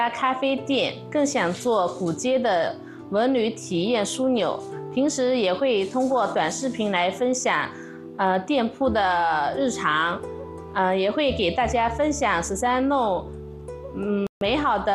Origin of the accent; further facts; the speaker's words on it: Shangyu, Zhejiang, China; 是一名土生土长的上虞本地人，从小生活在曹娥庙附近